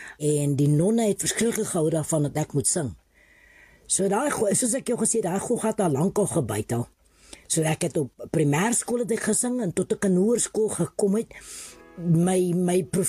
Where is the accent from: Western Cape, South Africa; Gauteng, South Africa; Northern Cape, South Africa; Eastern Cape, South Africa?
Western Cape, South Africa; Cape Town; born there; Ek was gebore in Elsiesrivier met Trosfontein in die Kaapen. En as 'n jong dogtertjie het ek groot geword in 'n kerk en dan daar by die sonnaskool.